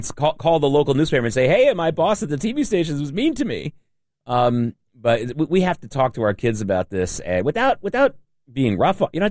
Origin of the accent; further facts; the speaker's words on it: Norfolk, Virginia, United States; now in New York, United States; You know, before I came to New York, I was growing up in Norfolk, Virginia.